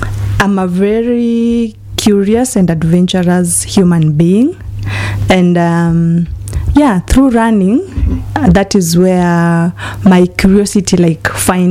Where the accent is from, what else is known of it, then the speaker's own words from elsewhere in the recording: Bomet County, Kenya; also born or lived in Western / Samburu; I didn't really grow up in Western, but I've spent significant years in Western, but I was raised in places near the Rift Valley, Bomet.